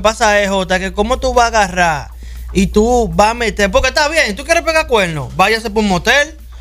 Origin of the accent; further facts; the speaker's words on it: Dominican Republic; moved away; más en mi país, porque sé de los casos que pasan allá en RD.